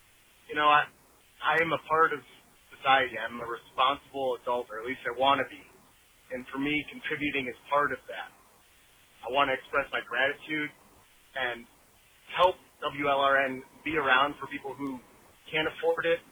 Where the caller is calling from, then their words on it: Boca Raton, Florida, United States; I'm calling from Boca Raton, Florida.